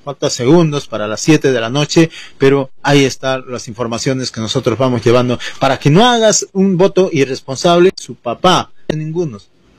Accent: Ricrán, Junín, Peru; now in Pichanaki, Peru; del distrito de Ricrán, mi pueblo

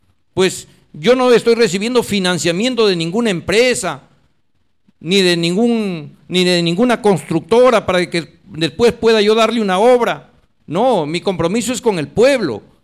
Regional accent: Olmos, Lambayeque, Peru

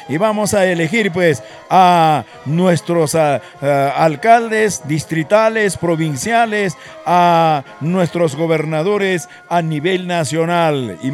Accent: Recuay, Ancash, Peru; En mi tierra, en Recuay, la fiesta arranca el día de hoy

